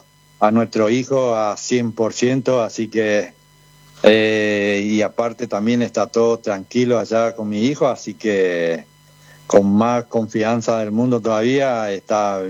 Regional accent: Paraguay; moved away as an adult; now in María Susana, Argentina; Y la raíz paraguaya somos todas, o sea, soy paraguayo, mi señora también es paraguaya.

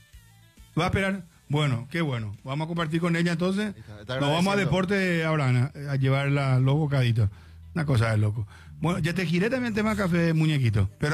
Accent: Paraguay; Vos sabés que en el rally especial somos los paraguayos.

